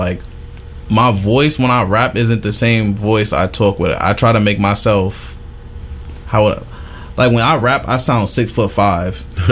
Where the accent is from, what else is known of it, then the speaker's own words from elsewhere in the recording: Guyana; I'm from Guyanese, so I like going to either Guyana, somewhere Caribbean, somewhere where the sun is always